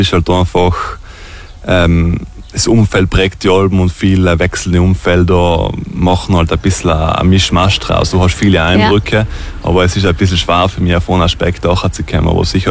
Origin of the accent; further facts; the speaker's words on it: Trentino-Alto Adige, Italy; moved away; als Italiener, als Südtiroler